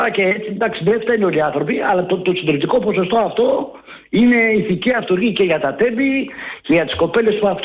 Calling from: Athens, Attica, Greece; από τα Πατήσια.

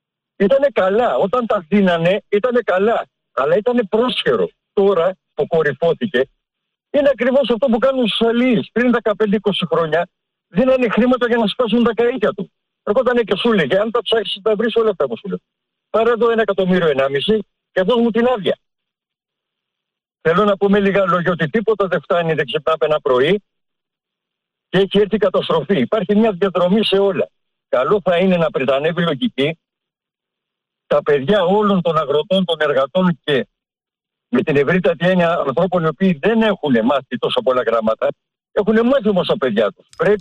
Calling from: Greece

